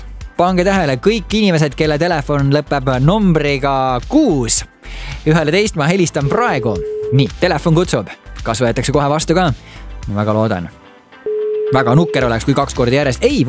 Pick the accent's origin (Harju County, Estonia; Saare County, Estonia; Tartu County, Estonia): Harju County, Estonia; Jüri; Mina olen Jüri kandist pärit, nii et peaaegu nagu ühe küla inimesed oleme.